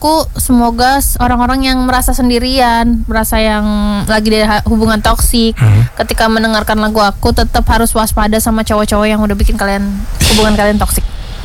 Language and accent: Indonesian; Jakarta, Indonesia; Asli Jakarta Lut. Nih kak.